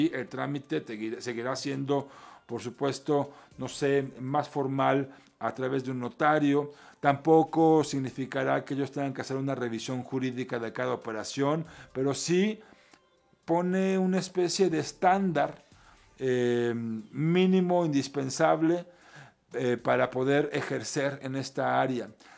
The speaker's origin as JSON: {"language": "Spanish", "town": "Guadalajara", "region": "Jalisco", "country": "Mexico", "said": "como tapatío, como habitante de esta ciudad, que disfruta de esta ciudad"}